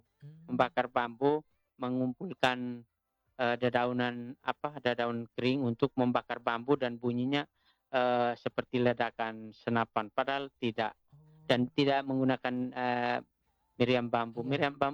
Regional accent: East Nusa Tenggara, Indonesia; Ya, ada satu istilah kami orang Atoni itu bahwa obat musuhnya itu dia anti perempuan. Kebanyakan leu orang Atoni itu dia anti perempuan.

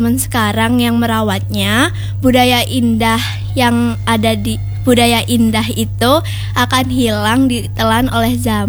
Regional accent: Malang, East Java, Indonesia; sebagai arek Malang

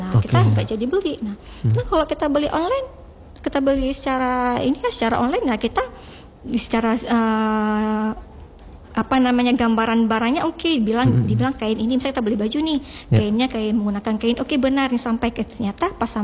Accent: Aceh, Indonesia; Karena kita Aceh ini dia tidak kekurangan produk dan juga tidak kekurangan kreativitas gitu.

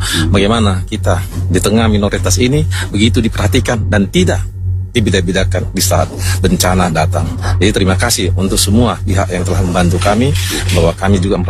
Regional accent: Lhokseumawe, Aceh, Indonesia; also born or lived in Medan; Karena selain saya lahir di Medan, di Tapanuli, tapi saya besar di Aceh ini, khususnya di Kota Loksumawe.

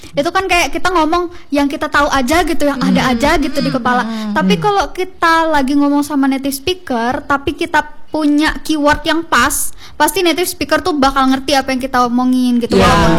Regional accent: Palangka Raya, Central Kalimantan, Indonesia; kalau aku kan orang Palangka

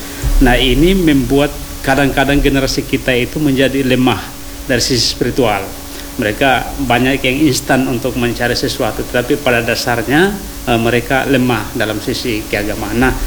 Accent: North Maluku, Indonesia; kalau asal saya dari Halmahera Timur.

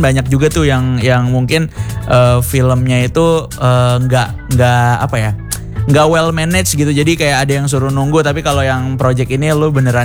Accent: Manado, North Sulawesi, Indonesia; Tapi gue orang Manado, belum pernah ke Manado.

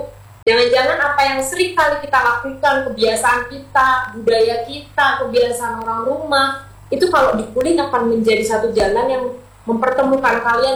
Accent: East Java, Indonesia; tidak hanya dari sudut pandang aku sebagai orang Madura gitu. Orang-orang yang di luar Madura bahkan lebih tertarik mungkin dengan budaya kita gitu.

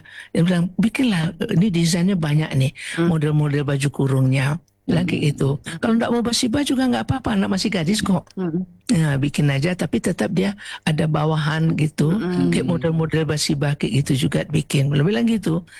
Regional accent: West Sumatra, Indonesia

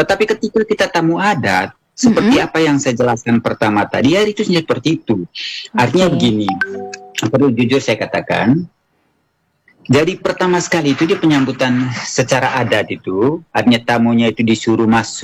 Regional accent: East Nusa Tenggara, Indonesia; Kalau selaku orang Manggarai, bagi orang-orang tua, memang dia pahami bahwa ada aturan-aturan khususnya.

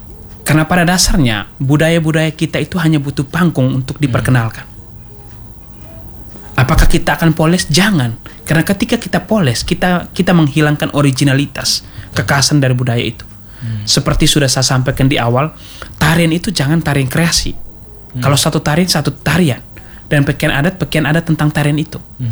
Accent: East Nusa Tenggara, Indonesia; kalau di desa saya, desa Walomotong, Kampung Natargut, itu kita punya banyak menhir.

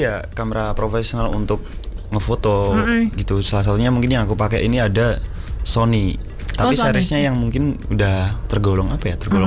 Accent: Madiun, East Java, Indonesia; born there; Kalau misalkan di Madiun, ya karena Madiun ini tempat kelahiranku juga.

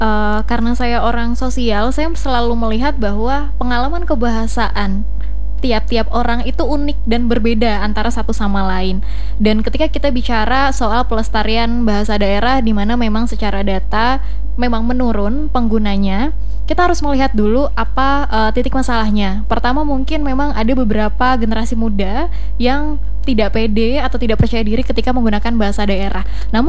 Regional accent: Palangka Raya, Central Kalimantan, Indonesia; moved away; Saya sebagai seorang yang lahir di Kota Palangkaraya, saya asli Kalimantan Tengah, tapi memang saya memiliki ruang penggunaan bahasa daerah yang sangat minim.

